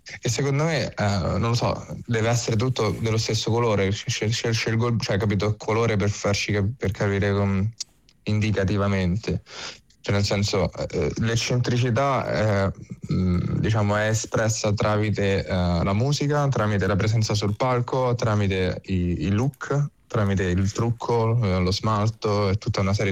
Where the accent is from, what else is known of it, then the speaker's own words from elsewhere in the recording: Rome, Lazio, Italy; io sono cresciuto a Villa Gloria.